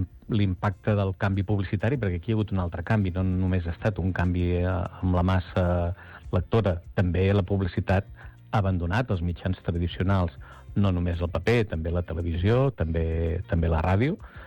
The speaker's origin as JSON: {"language": "Catalan", "town": "Badalona", "region": "Catalonia", "country": "Spain", "said": "dic que sóc de Badalona i normalment em trobo que el meu interlocutor em diu ah, doncs jo conec una altra persona de Badalona que està per aquí."}